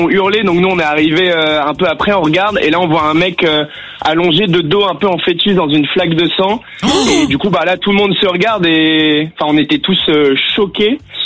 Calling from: Brest, Brittany, France; Moi, je viens de Brest, en Bretagne.

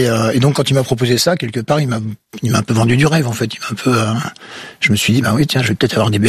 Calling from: Occitanie, France; moi je vis en Lozère, c'est un petit pays

